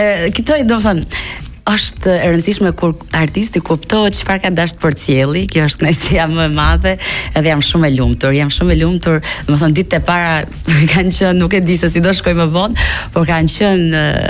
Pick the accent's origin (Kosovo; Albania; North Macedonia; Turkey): Albania; Mirdita, Lezhë County; unë jam rritur në Mirëditë.